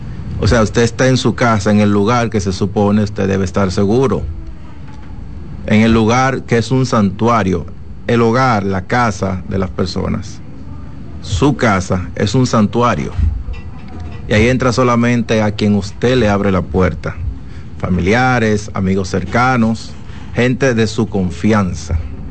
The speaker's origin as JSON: {"language": "Spanish", "country": "Dominican Republic", "said": "como dominicano, se siente herido, como nos sentimos todos los dominicanos."}